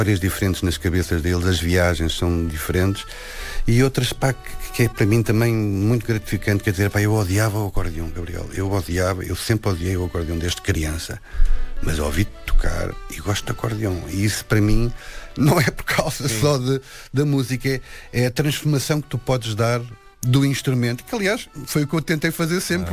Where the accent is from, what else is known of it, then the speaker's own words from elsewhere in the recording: Lisbon, Portugal; born there; Eu nasci em Lisboa, vivia na urbe e serei sempre um gajo urbano.